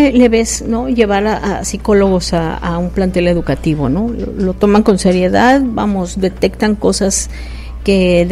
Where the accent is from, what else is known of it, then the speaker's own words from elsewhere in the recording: Mexico City, Mexico; now in Tijuana, Mexico; yo vengo de la Ciudad de México